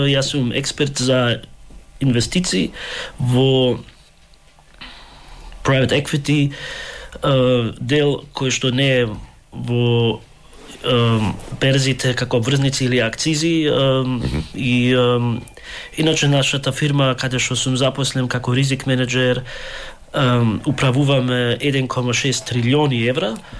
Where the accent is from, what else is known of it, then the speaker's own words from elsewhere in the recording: Germany; also born or lived in England; јас сум роден во Германија, таму и ден денеска живеам, цел живот, кариерата таму си ја изградив, во Англија завршив, магистрирав, никогаш не сум живеел и работел во Македонија.